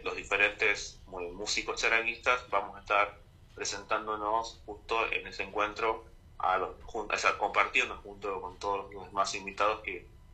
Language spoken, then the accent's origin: Spanish; Catamarca, Argentina; Yo soy de Catamarca, no soy de Tucumán.